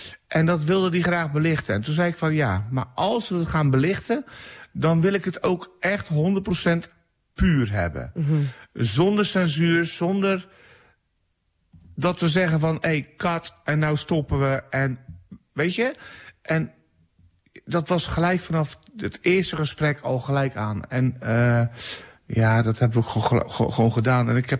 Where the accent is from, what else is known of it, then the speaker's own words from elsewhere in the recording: Dordrecht, South Holland, Netherlands; Ik ben eigenlijk een beetje gevlucht uit Dordrecht, omdat ik niet passerig bedoeld, maar ik ben geen bekende Nederlander, maar in Dordrecht, als ik in de binnenstad loop, dan word ik constant aangesproken.